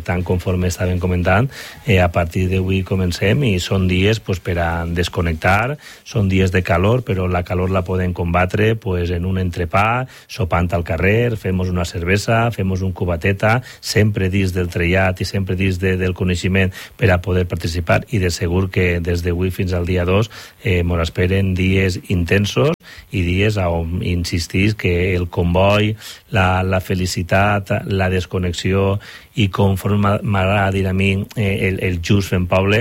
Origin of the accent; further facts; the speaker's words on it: Real de Gandia, Valencian Community, Spain; jo sempre destaque que el meu poble, el nostre poble, és un poble molt participatiu